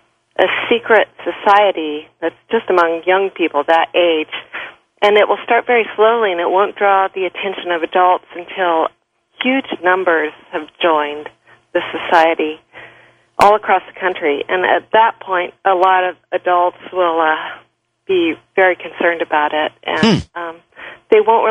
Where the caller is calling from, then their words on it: Richmond, California, United States; I'm calling from Richmond, California.